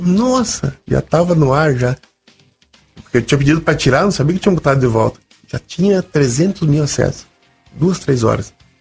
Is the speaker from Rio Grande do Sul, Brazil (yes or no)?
yes; Rio Grande do Sul, Brazil; now in Curitiba, Brazil; Eu sou gaúcho, vou perder a identidade. Meio bairrista ainda, né? Tu vê, depois virei bairrista curitibano. Eu sou curitibano.